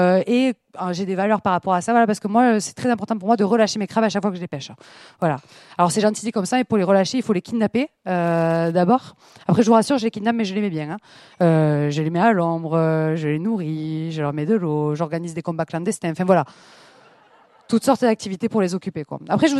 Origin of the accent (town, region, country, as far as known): south of France, France; accent: accent du Sud